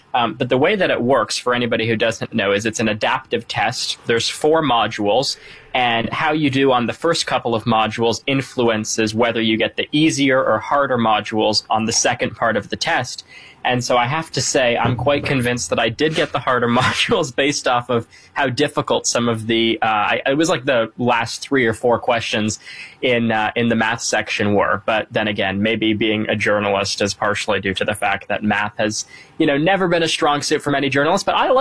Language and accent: English; Canada; And that was interesting just because I'm from Canada, who anyone does who doesn't know me.